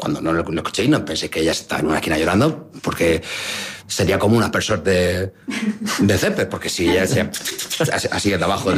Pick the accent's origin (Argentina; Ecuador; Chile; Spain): Spain; Murcia, Region of Murcia; Soy un chico de Murcia, uh-huh. Nací en el año 86.